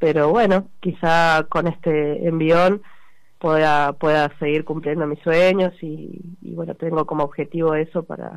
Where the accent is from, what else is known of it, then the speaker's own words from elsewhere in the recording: Zapala, Neuquén, Argentina; Sí, yo soy de Zapala, nací y criada ahí.